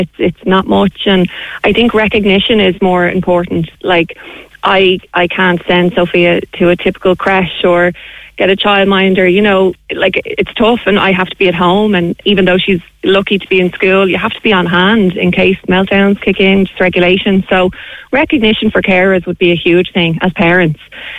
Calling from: Ireland; Obviously, as an Irish citizen

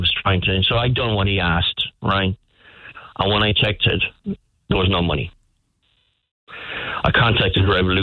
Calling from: Bantry, Munster, Ireland; I'm ringing from Bantry.

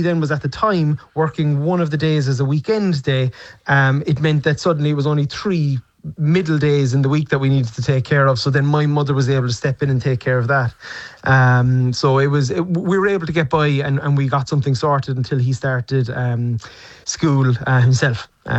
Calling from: Ballincollig, Munster, Ireland; we're from Ballincollig

